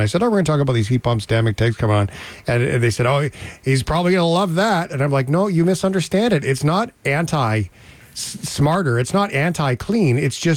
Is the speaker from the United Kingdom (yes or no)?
no; Alberta, Canada; and I'm from Alberta, so natural gas was everywhere, and at least for most of my adult life. So, I mean, I've kind of grown up around natural gas.